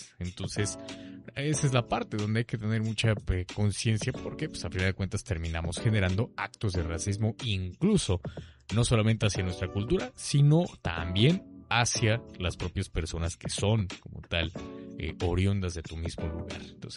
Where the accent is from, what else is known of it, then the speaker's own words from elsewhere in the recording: Mexico; como mexicanos hablamos español, pero bueno, nuestra lengua pues es otra, ¿no? O sea, el náhuatl